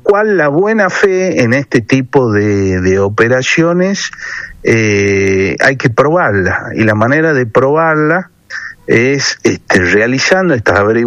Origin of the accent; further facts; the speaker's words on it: Yerba Buena, Tucumán, Argentina; yo soy nacido y criado en Yerba Buena, allí tengo mi domicilio, por lo tanto mi distrito electoral es la ciudad Jardín